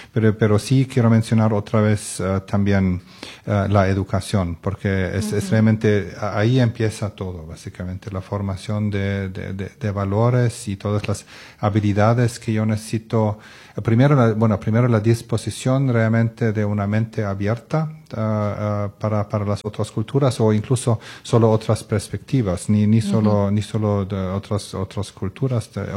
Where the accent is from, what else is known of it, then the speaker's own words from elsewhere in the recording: Germany; moved away as an adult; now in Costa Rica; Yo soy de Alemania y hay muchas décadas de inmigración también, sí.